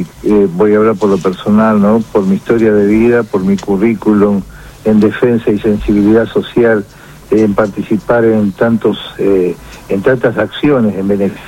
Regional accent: Rosario, Santa Fe, Argentina; soy de Rosario

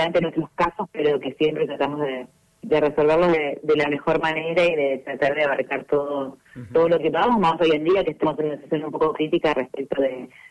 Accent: Argentina

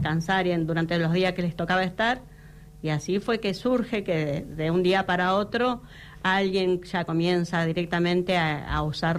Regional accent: Trelew, Chubut, Argentina; Nací en Trelew y me crié desde muy chiquita en Barrio La Laguna. Ahí estaba mi familia, que mi padre venía desde Gangán, mi mamá desde el Telsen, se conocen en Madryn

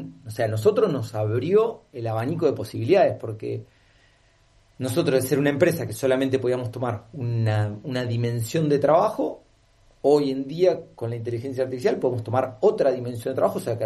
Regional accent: Argentina; Nosotros como Argentina todavía seguimos teniendo un montón de oportunidades para desarrollarnos.

